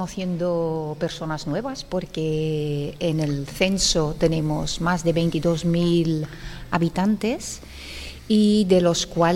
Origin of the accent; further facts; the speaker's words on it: Belgium; now in Granada, Spain; Digo, pues no me siento española. porque tengo la nacionalidad belga y al final donde uno haya nacido marca mucho también. Pero no me siento de fuera, me siento parte de aquí, me siento parte de la comunidad, me siento alfacina